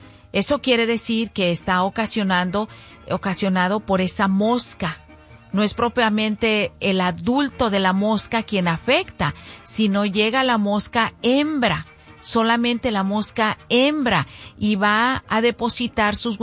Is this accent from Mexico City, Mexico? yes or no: no; Zacualco de Torres, Jalisco, Mexico; moved away; allá en el kiosco de allá de mi pueblo, de Zacualco de Torres.